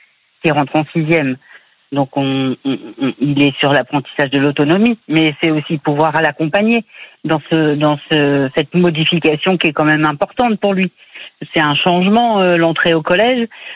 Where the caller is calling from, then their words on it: Hauts-de-France, France; J'habite dans le Nord.